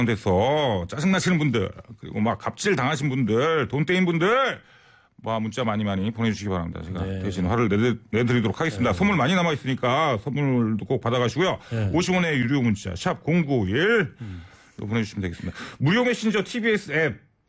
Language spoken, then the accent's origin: Korean; Incheon, South Korea; 저도 인천 사람인데.